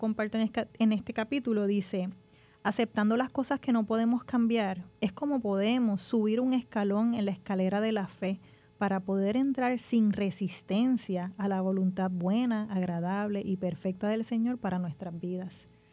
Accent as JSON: {"language": "Spanish", "town": "Salinas", "country": "Puerto Rico", "tie": "born or raised there", "moved": "as an adult", "said": "yo termino de vivir en el área metro, yo soy de Salinas, de vivir en el área metro, estudiando, haciendo la maestría y trabajando, tengo que regresar"}